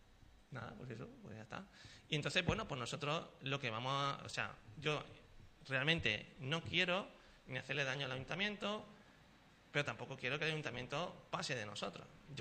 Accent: Sanlúcar de Barrameda, Andalusia, Spain; nosotros somos de Sanlúcar.

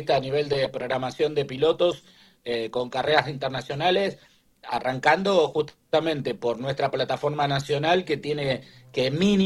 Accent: Argentina; ya eso lo sabemos nosotros como argentinos y como latinos

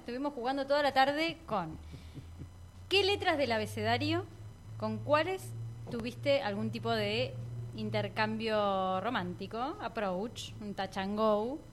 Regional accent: Neuquén, Argentina; now in Cipolletti, Argentina; acá cerquita igual, en Neuquén.

